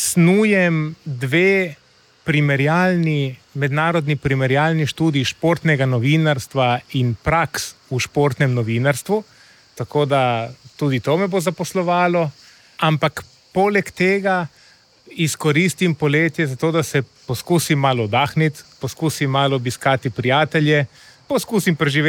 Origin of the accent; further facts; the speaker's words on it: Lucija, Coastal–Karst, Slovenia; moved away; Odraščal sem v Luciji.